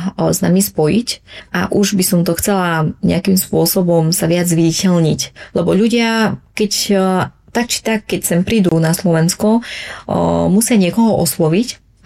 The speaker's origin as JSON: {"language": "Slovak", "country": "Vietnam", "second_language": "Slovak", "moved": "yes", "lives_now": "Slovakia", "said": "tie prvé roky, ktoré som prišla na Slovensko a tak ako som spomenula, že som bola sama Vietnamka na celej škole"}